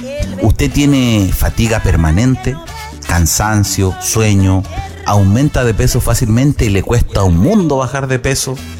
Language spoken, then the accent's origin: Spanish; Chile